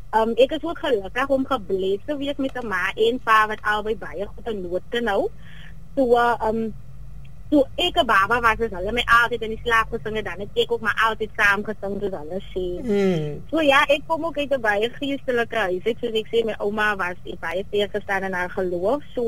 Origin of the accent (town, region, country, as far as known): Albertinia, Western Cape, South Africa; born or raised there; also born or lived in George